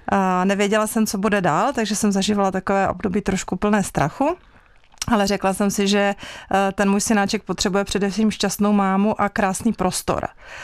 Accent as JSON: {"language": "Czech", "region": "South Moravian Region", "country": "Czechia", "moved": "yes", "said": "Já pocházím z Jižní Moravy."}